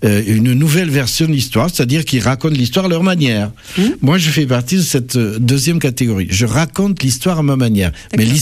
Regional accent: Carcassonne, Occitanie, France; born or raised there; moved away as an adult; also born or lived in Toulouse

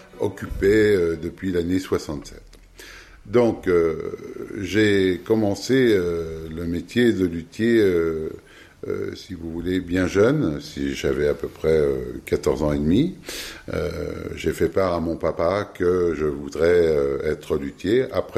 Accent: Mirecourt, Grand Est, France; born there; now in Bordeaux, France; je suis né à Mirecourt dans les Vosges.

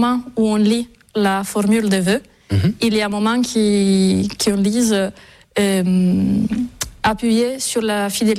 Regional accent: Sardinia, Italy; born there; French is a second language; moved away as an adult; Je suis née en Sardaigne, mais à 18 ans, c'est le moment de choisir. Donc je suis partie à Rome pour faire mes études à l'université de Rome.

